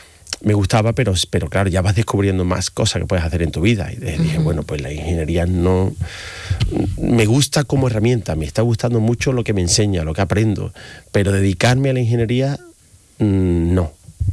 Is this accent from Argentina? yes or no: no; Seville, Andalusia, Spain; also born or lived in Madrid; soy sevillano.